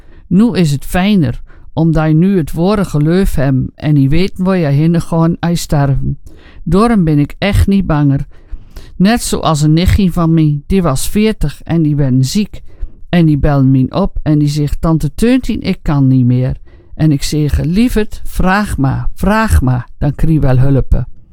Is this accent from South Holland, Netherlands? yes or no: no; Zwolle, Overijssel, Netherlands; born there; Nee, mijn eerste nacht was in Overijssel. Ik ben in Zwolle geboren.